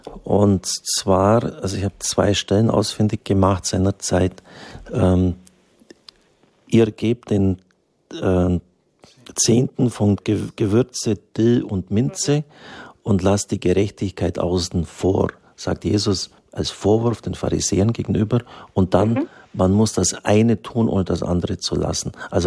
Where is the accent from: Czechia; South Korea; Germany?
Germany; Swabia; Ich bin ein Schwabe, dann habe ich den Nettolohn eher hergenommen.